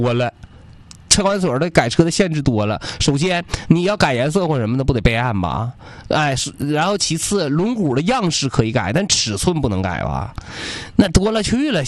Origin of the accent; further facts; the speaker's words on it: Liaoyuan, Jilin, China; moved away; 我老家在辽源，然后大概距离是去掉上下高速的距离，大概120公里。